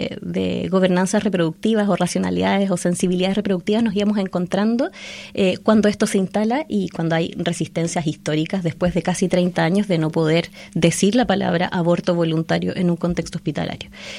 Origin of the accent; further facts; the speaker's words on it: Chile; moved away; Bueno, yo vengo de Chile